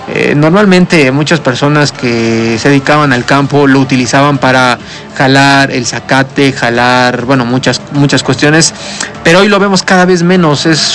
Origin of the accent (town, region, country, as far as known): Mexico